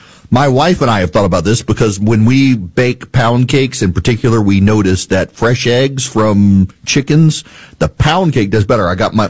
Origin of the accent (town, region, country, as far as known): Dubai, United Arab Emirates; born or raised there; moved away